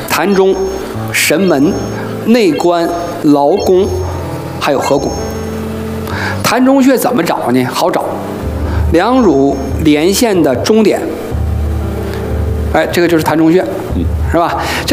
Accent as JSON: {"language": "Chinese", "country": "China", "said": "所以我们中国人治病，中医治病啊，主要是通过这七种。"}